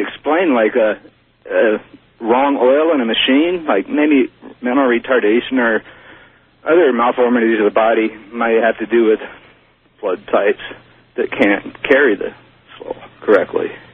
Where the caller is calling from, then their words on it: Phoenix, Arizona, United States; from Phoenix.